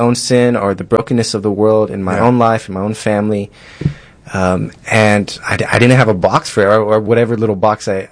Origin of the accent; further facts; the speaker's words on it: San Antonio, Texas, United States; I'm 34. I grew up here in San Antonio. Got my degree at St. Mary's University.